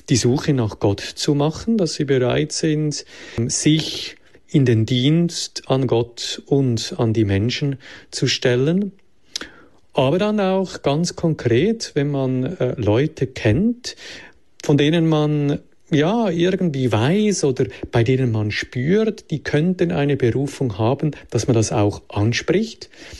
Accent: Switzerland; Ich bin ehrlich gesagt sehr, sehr positiv gestimmt, was die Zukunftsmöglichkeiten der Kirche auch bei uns in der Schweiz angeht.

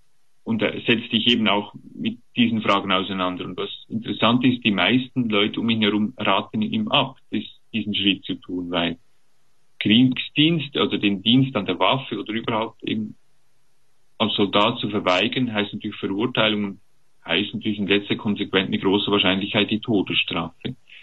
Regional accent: Switzerland; als Schweizer

